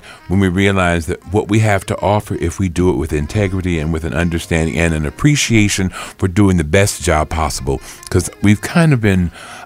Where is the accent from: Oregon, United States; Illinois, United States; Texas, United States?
Texas, United States; I'm from East Texas, so I'm country, but I look real pulled up. But I come from dirt room. My people come from dirt room floors.